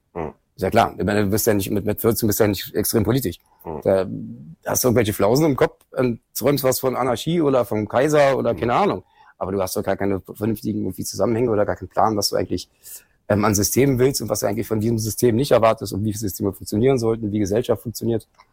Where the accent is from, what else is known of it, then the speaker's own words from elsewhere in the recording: Berlin, Germany; Geboren in Schöneberg, groß geworden in Kreuzberg.